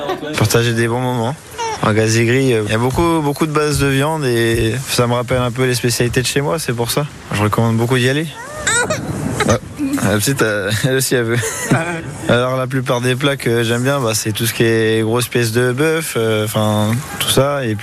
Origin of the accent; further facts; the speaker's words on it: Villeneuve-sur-Yonne, Bourgogne-Franche-Comté, France; je suis de Villeneuve-sur-Yonne